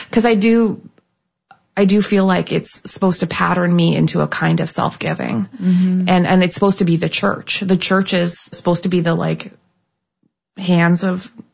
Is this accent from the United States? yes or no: no; Canada; Like I remember the first time I was introduced to American evangelicalism as a Canadian